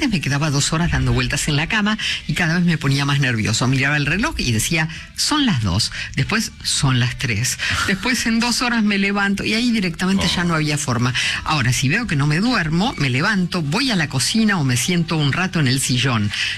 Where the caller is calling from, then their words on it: Buenos Aires, Argentina; Hola, encendido. … de Caballito.